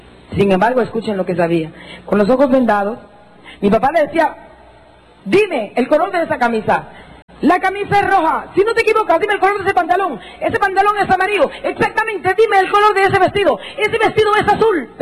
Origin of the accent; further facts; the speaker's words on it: Jutiapa, Guatemala; Porque yo soy de Jutiapa, soy de Oriente, y en Jutiapa, en Oriente, eso de payaso y de tontería no nos gusta.